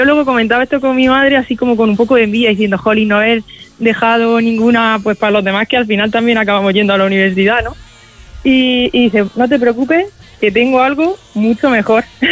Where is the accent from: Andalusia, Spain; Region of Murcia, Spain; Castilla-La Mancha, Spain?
Region of Murcia, Spain; Nosotros somos de un pueblo de 1,000 habitantes. Entonces la mili fue la primera salida en la que mi abuelo salió del pueblo y llegó a la ciudad de Murcia, porque nosotros somos de Murcia.